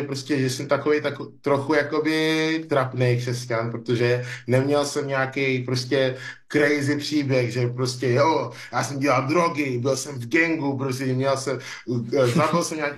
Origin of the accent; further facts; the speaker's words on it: Nigeria; now in Czech Republic; nejenom, že jsem z Nigérie a člověk z Nigérie žije v České republice